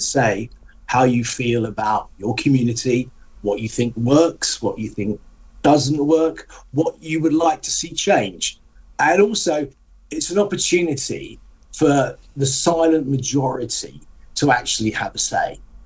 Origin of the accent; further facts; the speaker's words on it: United Kingdom; That's part of being British as well, isn't it?